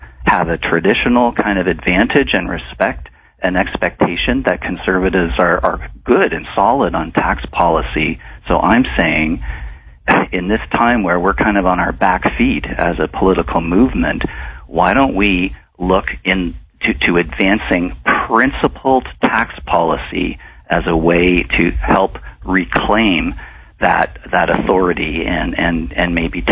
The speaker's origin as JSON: {"language": "English", "town": "Saskatoon", "region": "Saskatchewan", "country": "Canada", "tie": "born there", "said": "I was born in Saskatoon, and my parents, you know, grew up in Melfort, and I've been back there many times in my childhood, and I've got relatives in Rosetown, so absolute strong connections."}